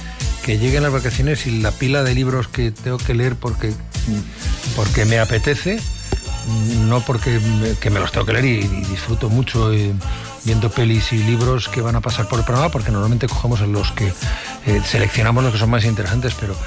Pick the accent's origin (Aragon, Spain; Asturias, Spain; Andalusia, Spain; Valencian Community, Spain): Asturias, Spain; cuando era crío en Asturias